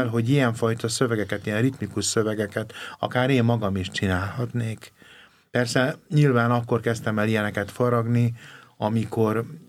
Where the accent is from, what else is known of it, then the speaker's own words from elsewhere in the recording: Gyöngyös, Heves, Hungary; És utána tanítottam egy általános iskolában is, Gyöngyöspatán, ami Gyöngyös a szülővárosomtól nem messze van, néhány évet